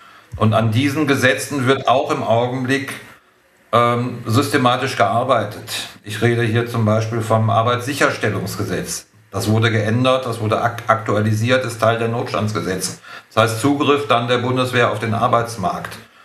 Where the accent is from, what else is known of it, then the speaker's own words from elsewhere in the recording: Aachen, North Rhine-Westphalia, Germany; Wir haben hier in Aachen, ich komme aus Aachen